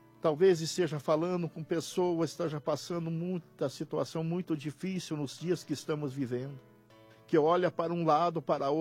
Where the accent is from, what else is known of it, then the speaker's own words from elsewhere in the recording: Curitiba, Paraná, Brazil; Eu sou seu irmão em Cristo … vim da cidade de Curitiba para dar o meu testemunho.